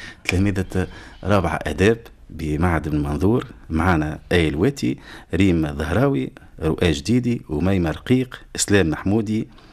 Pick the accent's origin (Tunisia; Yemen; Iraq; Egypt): Tunisia